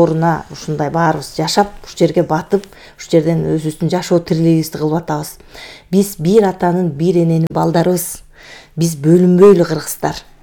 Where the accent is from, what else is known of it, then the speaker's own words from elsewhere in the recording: Talas Region, Kyrgyzstan; Экөөбүз Таластанбыз, бир жерденбиз.